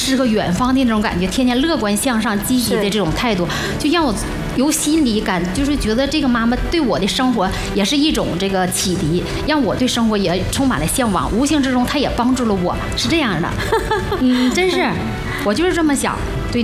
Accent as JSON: {"language": "Chinese", "town": "Changchun", "region": "Jilin", "country": "China", "said": "我说我是长春的，"}